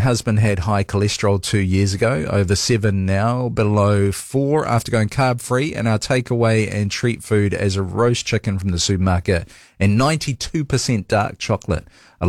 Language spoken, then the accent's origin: English; New Zealand; Look, I feel dirty as a New Zealander saying it, Robert, having a go at fish and chips, because you're right. It's a staple in our country